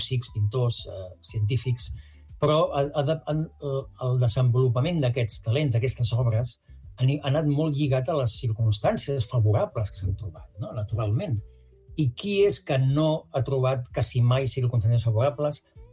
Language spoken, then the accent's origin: Catalan; Barcelona, Catalonia, Spain; also born or lived in Creixell / Torredembarra